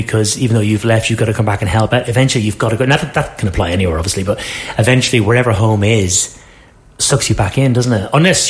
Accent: Ireland; moved away as an adult; now in London, United Kingdom; Until later in life when I kind of got back into being Irish a bit more with Irish community services in London and stuff

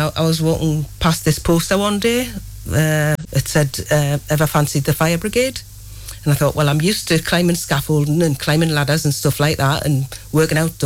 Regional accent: Wallsend, North East England, United Kingdom; I grew up in one of those steel-clad prefabs, post-war prefabs, on a council estate in Wallsend.

